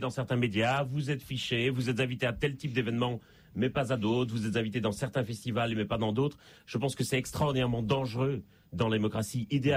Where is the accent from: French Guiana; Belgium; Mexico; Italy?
Belgium; now in Paris, France; ça s'entend un peu d'ailleurs à mon accent, je suis en Belgique et je ne suis pas né en France, même si j'habite